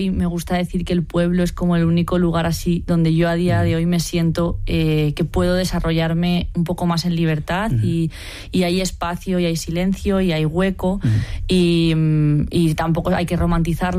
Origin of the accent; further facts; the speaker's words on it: Community of Madrid, Spain; moved away as an adult; now in Villamayor de Santiago, Spain; nací en Madrid y me crié un poco en la periferia madrileña